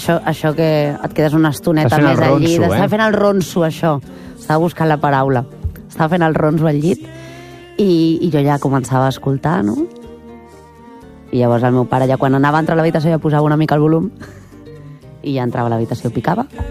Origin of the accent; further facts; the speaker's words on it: Barcelona, Catalonia, Spain; agafo carrer Parlament, que passo per la casa de la meva infància